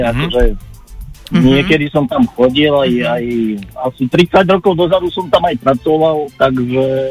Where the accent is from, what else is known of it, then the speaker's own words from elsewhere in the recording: Bardejov, Prešov Region, Slovakia; pochádzam, akože moje rodné mesto je Bardejov.